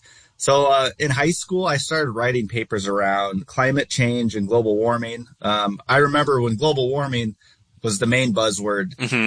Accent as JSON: {"language": "English", "town": "South Bend", "region": "Indiana", "country": "United States", "tie": "born or raised there", "said": "I'd say for natural spaces, I go back to growing up on the St. Joe River here that flows through South Bend."}